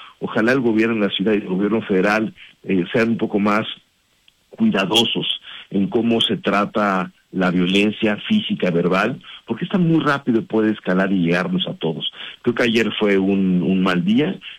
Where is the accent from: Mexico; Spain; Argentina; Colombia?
Mexico; creo que es una línea que como mexicanos unos contra otros, aunque pensemos muy distinto, no se debe de cruzar